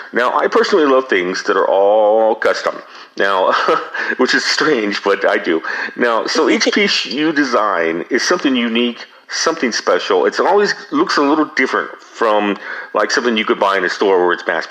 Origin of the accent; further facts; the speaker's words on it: Belen, New Mexico, United States; Her name is Hannah Stockton, and she is based in, my hometown in Belen, New Mexico, and her company is called Hannah's Earthenware.